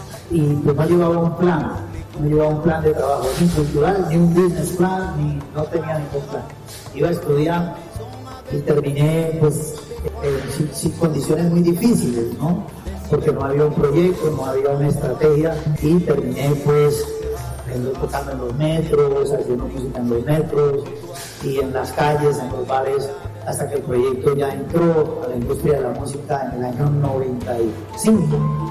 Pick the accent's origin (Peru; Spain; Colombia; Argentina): Colombia; moved away as an adult; also born or lived in France